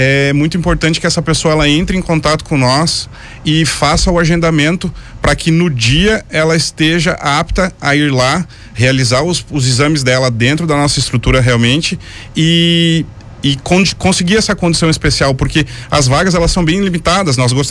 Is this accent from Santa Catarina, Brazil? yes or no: yes; Santa Catarina, Brazil; now in Farroupilha, Brazil; eu sou de Santa Catarina, moro aqui na Serra aqui há 14 anos